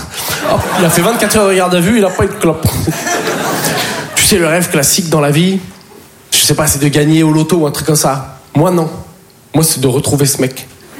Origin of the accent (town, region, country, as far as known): Poitiers, Nouvelle-Aquitaine, France; now in Paris, France